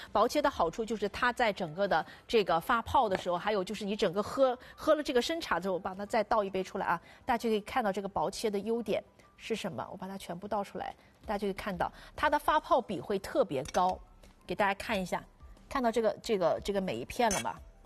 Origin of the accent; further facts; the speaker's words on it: Jiangxi, China; 我是江西人，我们江西人是很能吃辣的。